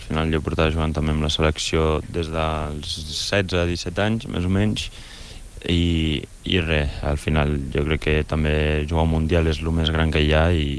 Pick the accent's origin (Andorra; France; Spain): Spain; Berga, Catalonia; born there; aquí al meu poble, que és aquí on ho tinc tot.